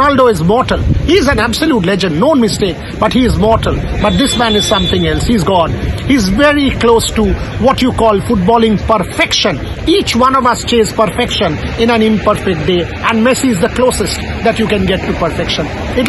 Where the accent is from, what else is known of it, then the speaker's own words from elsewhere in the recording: West Bengal, India; a childhood hero of all of us growing up in Bengal